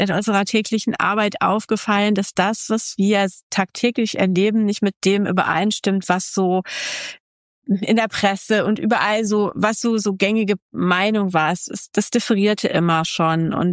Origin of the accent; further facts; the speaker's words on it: Mönchengladbach, North Rhine-Westphalia, Germany; also born or lived in Göttingen; now in Einbeck, Germany; Also ich komme ganz ursprünglich aus Mönchengladbach, es am linken Niederrhein liegt.